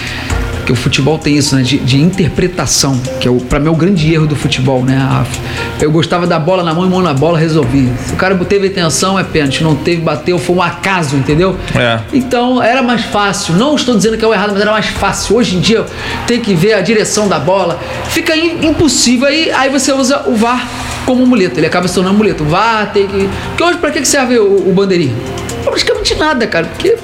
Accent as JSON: {"language": "Portuguese", "country": "Brazil", "said": "nós somos brasileiros, nós não nos consideramos nem latino, né? A gente não fala espanhol"}